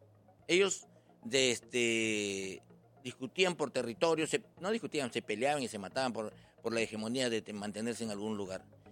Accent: Trujillo, La Libertad, Peru; yo soy trujillano, y cuando viajo me buscan y me dicen

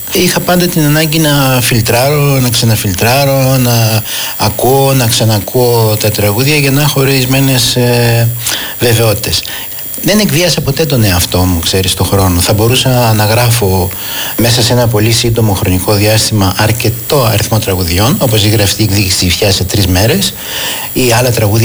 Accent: Cairo, Cairo Governorate, Egypt; Στο Κάιρο, επειδή ξέρεις, η ήχη είναι μια κατάσταση του δρόμου

